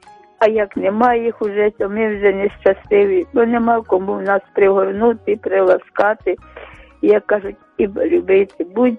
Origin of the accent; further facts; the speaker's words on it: Kyiv, Ukraine; я з Оболоні, з Києва.